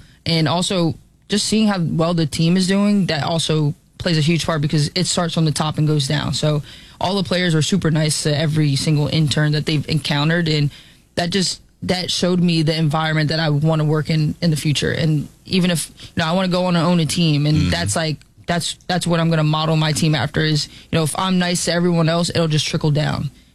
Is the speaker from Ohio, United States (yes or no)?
no; Philadelphia, Pennsylvania, United States; I'm from Philly. I can take all the heat.